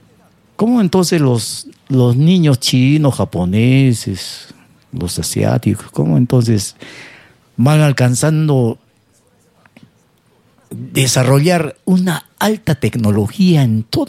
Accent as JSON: {"language": "Spanish", "country": "Peru", "said": "Somos así los peruanos. Los peruanos somos más cristianos que el Papa o que los pastores."}